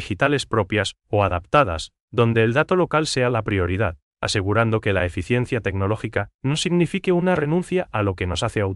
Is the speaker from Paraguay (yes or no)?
yes; Paraguay; nos identifica como paraguayos ante el mundo